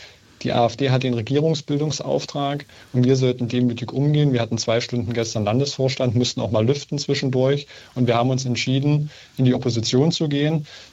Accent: Saxony-Anhalt, Germany; dass unsere Heimat, dass meine Heimat Sachsen-Anhalt wieder auf den richtigen Weg kommt.

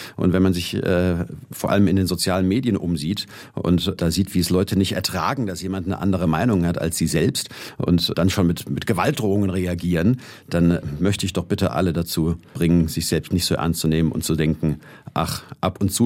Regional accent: Berlin, Germany; Also ich bin ja in der Lesebühnenszene in Berlin groß geworden

